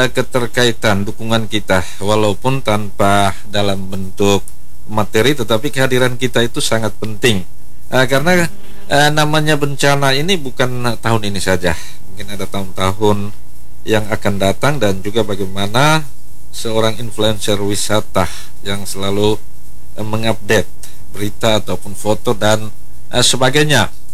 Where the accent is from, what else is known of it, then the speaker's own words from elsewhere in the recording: East Nusa Tenggara, Indonesia; orang kita, orang NTT